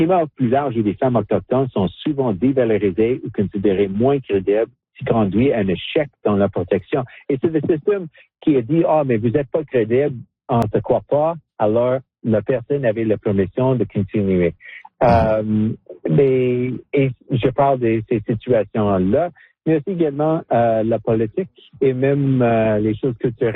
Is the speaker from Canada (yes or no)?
yes; Saskatchewan, Canada; French is a second language; parce que je viens de Saskatchewan. Il n'y a pas beaucoup de français là-bas. Et j'ai vraiment appris le français à l'âge de 28 ans quand j'ai joindre l'armée canadienne.